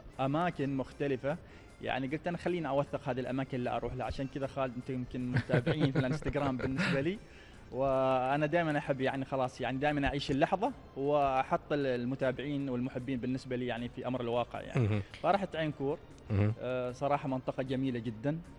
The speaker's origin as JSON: {"language": "Arabic", "country": "Oman", "said": "عن بلادنا عمان وعن صلالة"}